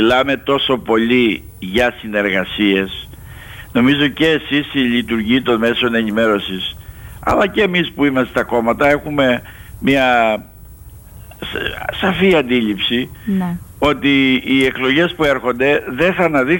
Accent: Vasilikos, Zakynthos, Ionian Islands, Greece; born there; moved away; θα επισκεφτώ το σπιτάκι που γεννήθηκα στο Γάμπαρα, στο Βασιλικό, κατά από τη Δάφνη.

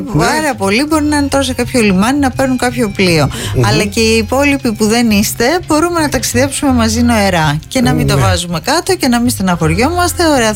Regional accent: Piraeus, Attica, Greece; Ως Πειραιώτισσα το ξέρω, το λήξαμε.

